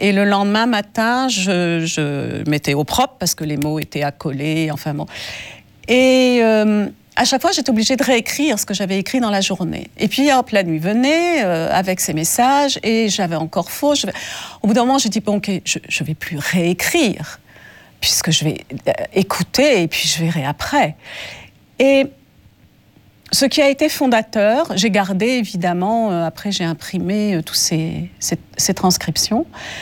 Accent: France; accent: French; mon accent français.

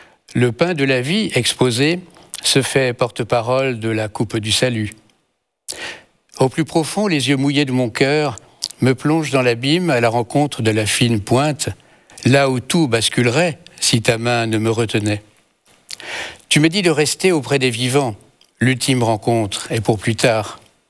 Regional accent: Toulouse, Occitanie, France; born there; Donc si je suis né à Toulouse, c'est pour cela.

